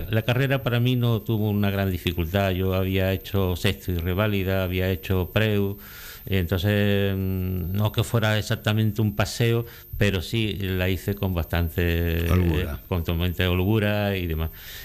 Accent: San Fernando, Andalusia, Spain; porque yo soy de San Fernando, pero de una familia de militares y de marinos y demás

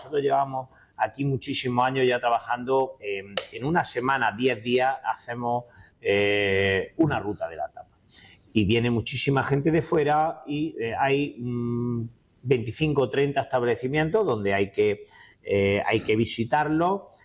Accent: Linares, Andalusia, Spain; nosotros somos una ciudad muy de tapeo

